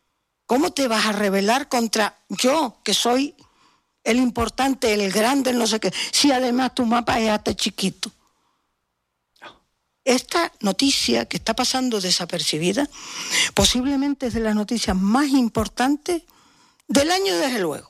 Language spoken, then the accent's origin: Spanish; Canary Islands, Spain; Canarias es África. Yo soy africana. Y al que no le guste, con perdón, que le eche azúcar. Porque Canarias es África. Y nuestro origen es magrebí.